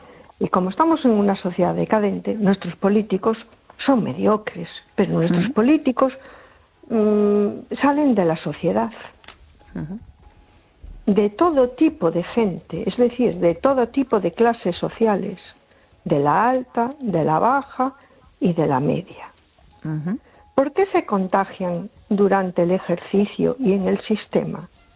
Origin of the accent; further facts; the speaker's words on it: A Coruña, Galicia, Spain; Hola, buenas noches … de Coruña.